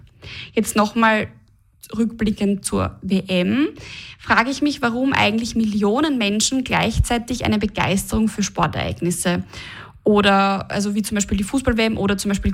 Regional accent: Austria; wir alle identifizieren uns irgendwie als Österreicher oder Österreicherinnen

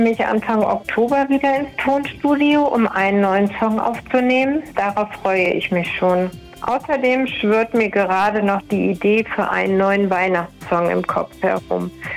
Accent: Harz, Germany; Ich fahre auch gerne in den Harz und genieße einfach dort die Zeit, da wo ich herkomme, denn meine Wurzeln sind ja dort und die Heimat lockt einen natürlich immer wieder zurück.

